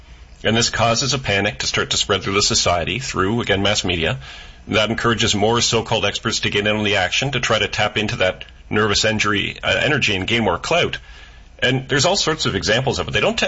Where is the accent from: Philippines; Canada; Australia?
Canada; Orangeville, Ontario; including in my hometown of Orangeville, Ontario.